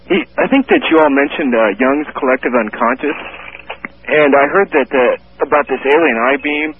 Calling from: Norman, Oklahoma, United States; I'm from Norman, Oklahoma.

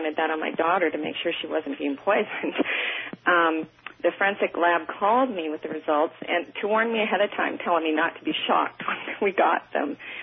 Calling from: Gig Harbor, Washington, United States; I live in the Pacific Northwest, Gig Harbor, Washington. … from the vantage that our home sits on, high in a bluff

